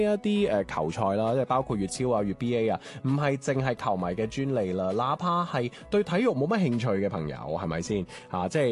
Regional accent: Guangzhou, Guangdong, China; 即系我系广州人，我着翻套广州队嘅衫先咁样样

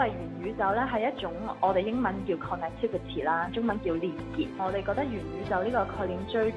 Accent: Hong Kong; 始终我们作为一个土生土长的香港人，我们都要善用自己的优势找到在整个中国市场的一席之地。

